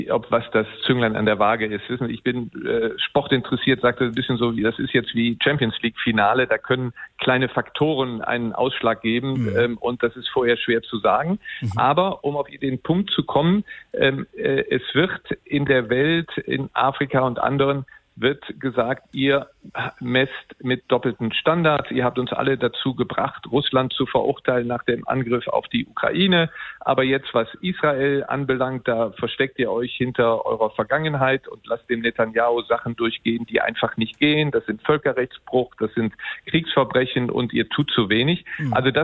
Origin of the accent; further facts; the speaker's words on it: Rhineland, Germany; als Rheinländer sind wir ja Klüngel gewohnt.